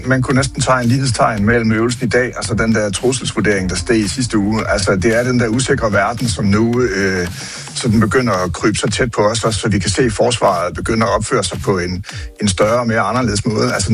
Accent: Grenå, Central Denmark Region, Denmark; min hjemby Grenå

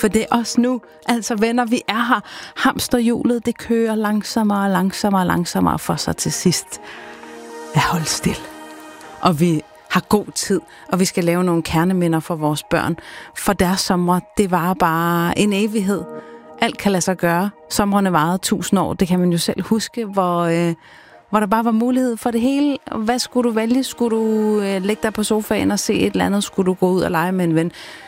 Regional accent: Capital Region of Denmark, Denmark; Det er i hvert fald også en meget stor tradition i nogle af byerne på Bornholm, hvor jeg er vokset op.

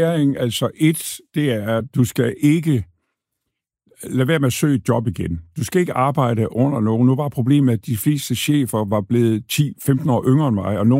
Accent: Thy, North Denmark Region, Denmark; moved away; Bunderøv fra Thy. Det har jeg altid været.

